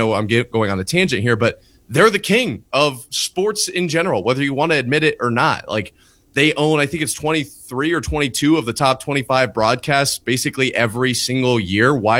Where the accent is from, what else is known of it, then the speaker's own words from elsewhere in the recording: Iowa, United States; I'm from Eastern Iowa.